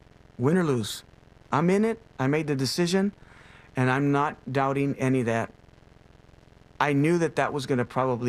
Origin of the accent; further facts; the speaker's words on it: Texas, United States; When I go other places and I go up north and I tell people I'm from the Rio Grande Valley, where's that?